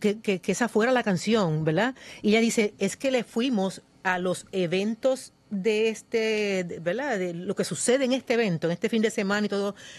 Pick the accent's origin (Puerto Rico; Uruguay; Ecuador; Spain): Puerto Rico